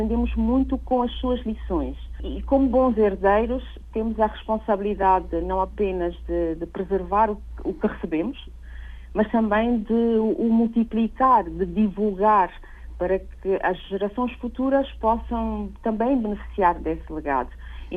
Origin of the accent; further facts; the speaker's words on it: Cape Verde; eu vou começar por falar aqui enquanto cabo-verdiana